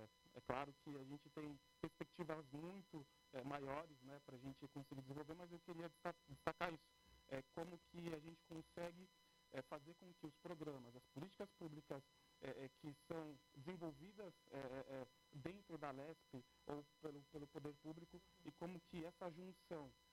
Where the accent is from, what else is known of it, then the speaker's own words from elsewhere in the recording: São Paulo, Brazil; eu sou nascido e criado no Paraisópolis, por exemplo, eu tenho 37 anos